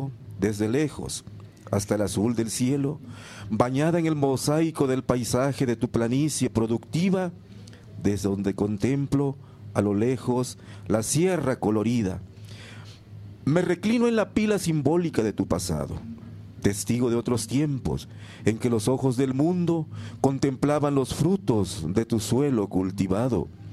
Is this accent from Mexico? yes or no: yes; Zacualpa, Mexico; born there; moved away; un poema que le dediqué a mi pueblito aquí, que se llama Zacualpa